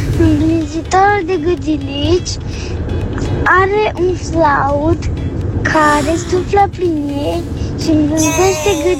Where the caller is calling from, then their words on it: Ploiești, Prahova, Romania; din Ploiești.